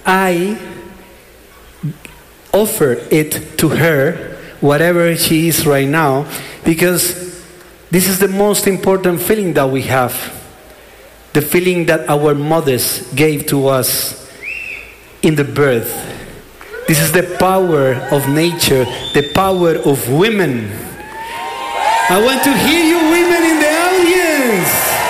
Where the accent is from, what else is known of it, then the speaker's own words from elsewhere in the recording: Colombia; English is a second language; So what we are going to share with you right now is part of our roots, the roots from Colombia. I am from Colombia.